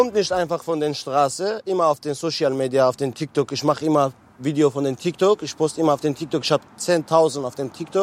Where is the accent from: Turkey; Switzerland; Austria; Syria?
Syria; now in Bremen, Germany; Wir sind aus Syrien, wir sind Kurden aus Syrien